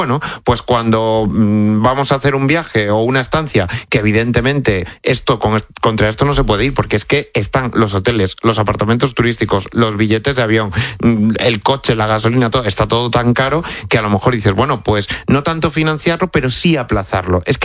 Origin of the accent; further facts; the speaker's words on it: Extremadura, Spain; yo además que soy extremeño, imagínate lo que me cuentan de por allí, de la que está cayendo en Cáceres y Badajoz